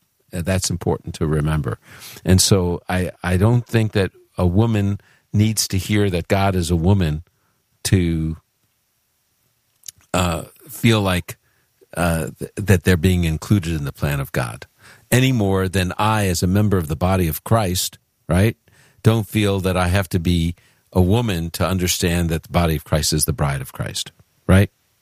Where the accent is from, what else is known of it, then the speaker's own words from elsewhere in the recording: New York City, New York, United States; moved away; That's my neck of the woods where I'm from originally, you know, from the Holy Land, Brooklyn, New York.